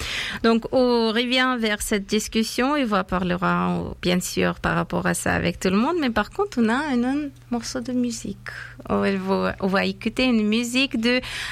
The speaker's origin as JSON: {"language": "French", "country": "Afghanistan", "second_language": "French", "said": "j'ai un visage de mon pays d'origine, d'Afghanistan, dans ma tête, et j'ai cette image actuellement devant mes yeux."}